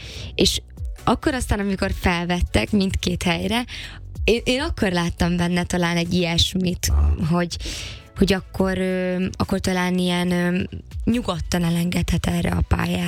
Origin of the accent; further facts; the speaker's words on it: Hungary; hogy akár ne is hallják azt rajtam, hogy magyar vagyok, amikor szlovákul beszélek.